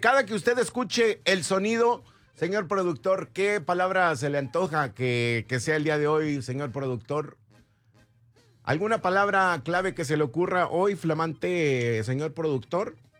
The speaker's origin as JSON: {"language": "Spanish", "town": "Cuautla", "region": "Morelos", "country": "Mexico", "tie": "born or raised there", "also_born_or_lived": "Puebla", "moved": "yes", "said": "Pero mis raíces son de Puebla, por eso siempre digo a los paisanos poblanos. En Cuautla, allá en Morelos, tampoco nací, pero crecí en Morelos. Allá sí, fui toda la primaria, un año de secundaria, que por cierto, no es secundaria, era telesecundaria."}